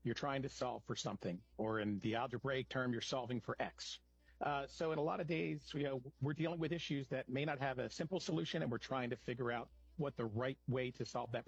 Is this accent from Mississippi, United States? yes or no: no; Wilmington, Delaware, United States; I grew up the youngest of two. I have one older brother, and Wilmington, Delaware is the home.